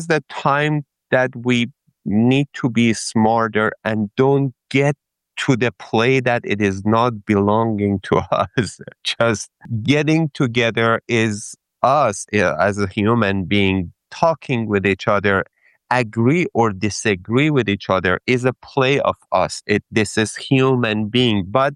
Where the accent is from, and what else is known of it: Iran; English is a second language